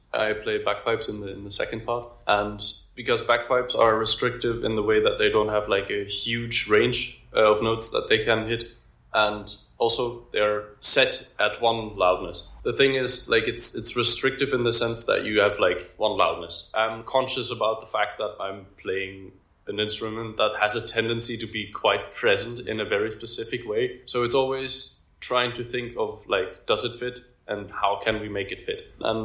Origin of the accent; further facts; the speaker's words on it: Flanders, Belgium; I am from Belgium, from Flanders, from Limburg specifically, so the northeast of Belgium.